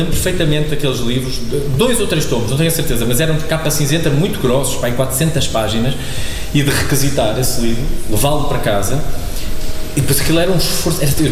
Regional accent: Espinho, Norte, Portugal; also born or lived in Porto; eu nasci no Porto, e quando eu tinha 2 anos, os meus pais foram colocados em Espinho. E quando fomos para Espinho morar

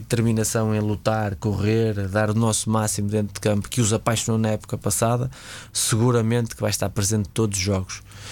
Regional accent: Norte, Portugal; Eu sou do Norte, aquele ambiente para mim é o nosso cada dia

